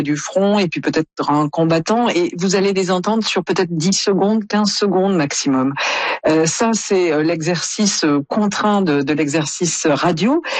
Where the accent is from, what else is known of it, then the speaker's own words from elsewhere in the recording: France; quand on est Canadien ou comme moi français